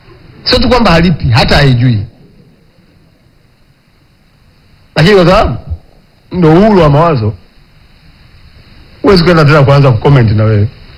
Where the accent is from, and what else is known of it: Tanzania